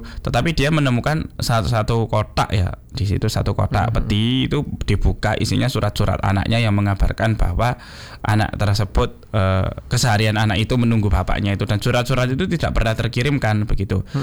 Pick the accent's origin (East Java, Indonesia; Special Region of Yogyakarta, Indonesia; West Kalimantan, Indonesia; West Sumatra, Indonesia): East Java, Indonesia; saya asli Jawa Timur. Kemudian saya lahir di Jawa Timur. Saya pun tinggal juga di Jawa Timur.